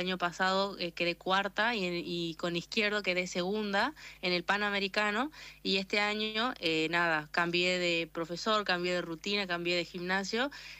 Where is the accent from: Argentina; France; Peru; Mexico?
Argentina; northern Argentina; vos no tenés acento de Argentina, uh-huh, o no parecés argentina, y en realidad es porque soy norteña